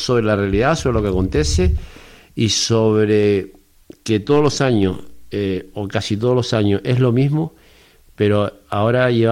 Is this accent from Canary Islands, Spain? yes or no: yes; Las Palmas de Gran Canaria, Canary Islands, Spain